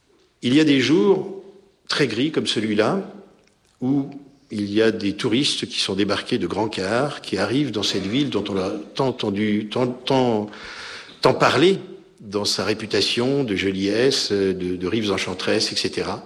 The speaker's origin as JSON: {"language": "French", "town": "Annecy", "region": "Auvergne-Rhône-Alpes", "country": "France", "said": "moi je viens d'Annecy."}